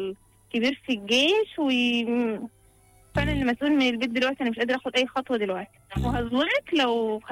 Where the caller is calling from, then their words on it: Beni Suef, Beni Suef Governorate, Egypt; انا من بني سويف